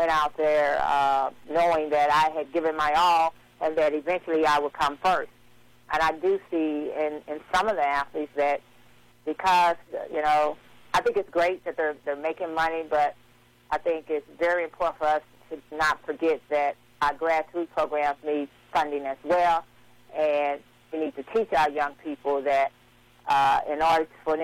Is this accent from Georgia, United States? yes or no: no; East St. Louis, Illinois, United States; my hometown of East St. Louis